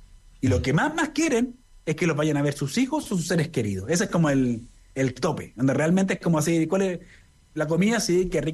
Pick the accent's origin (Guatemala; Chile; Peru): Chile